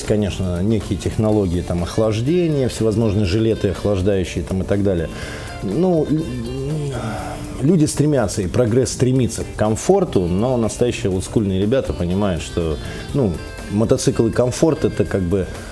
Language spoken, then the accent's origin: Russian; Saint Petersburg, Russia; now in Moscow, Russia; я как петербуржец, живущий в Москве